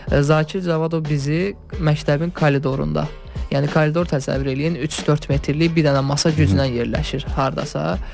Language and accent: Azerbaijani; Shabran District, Azerbaijan; öz doğma rayonum Şabran rayonu, məsələn, mən Şabranlıyam